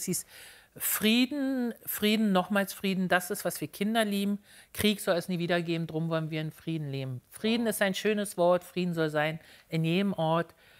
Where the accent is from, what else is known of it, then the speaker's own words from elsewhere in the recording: Berlin, Germany; ich muss gleich raus und ich komme aus Berlin.